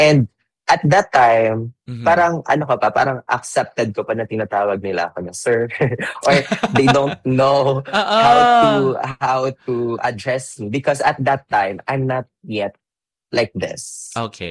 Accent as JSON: {"language": "Tagalog", "town": "Tiwi", "region": "Bicol Region", "country": "Philippines", "said": "hindi talaga ako originally doon, taga Tabaco, taga Tiwialbay ako. Pero it's just one town. Parang magkalapit lang naman sila."}